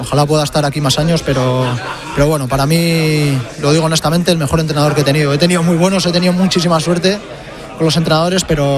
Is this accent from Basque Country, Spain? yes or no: yes; Basque Country, Spain; Soy vasco, sabes que soy vasco.